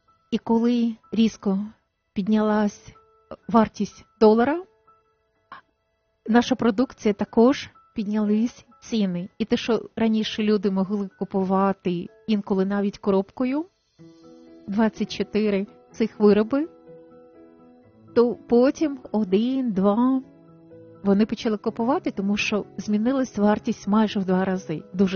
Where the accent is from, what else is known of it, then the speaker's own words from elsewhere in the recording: Kyiv, Ukraine; хоча я киянка